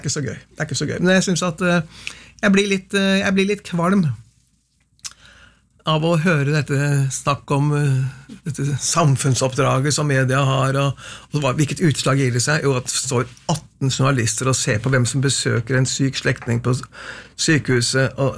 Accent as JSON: {"language": "Norwegian", "town": "Kløfta", "region": "Akershus", "country": "Norway", "tie": "born or raised there", "said": "Nei, altså, jeg var jo født og oppvokst på Kløfta, hvor faren min var tannlege."}